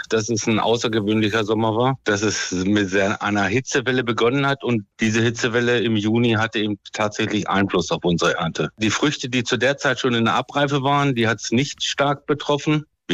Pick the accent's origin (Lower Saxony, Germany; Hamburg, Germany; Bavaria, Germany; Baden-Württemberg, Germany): Lower Saxony, Germany; Ich komme ja aus der Hildesheimer Börde